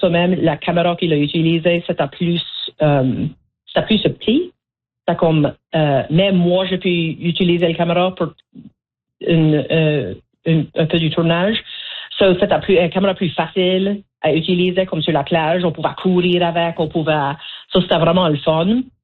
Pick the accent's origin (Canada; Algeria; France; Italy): Canada; Petit-Ruisseau, Nova Scotia; moved away as an adult; now in Toronto, Canada; Oui, so moi j'ai grandi à la Baie-Sainte-Marie. J'ai grandi au Petit-Ruisseau, qui est dans la région Clare. C'est la région acadienne au sud-ouest de la Nouvelle-Écosse.